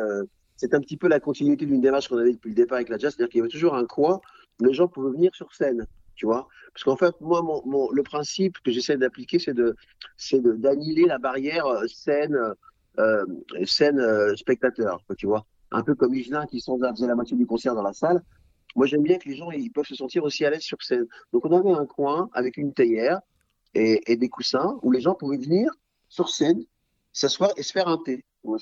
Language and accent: French; Paris, Île-de-France, France; moi, je suis martiniquais, mes deux parents sont antillais. J'ai grandi à Paris.